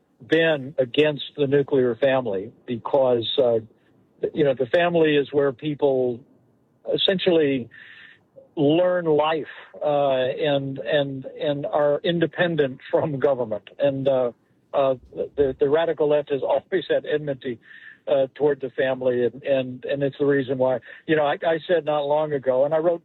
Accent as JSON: {"language": "English", "region": "Indiana", "country": "United States", "tie": "born or raised there", "said": "including my home state of Indiana, that have essentially banned abortion."}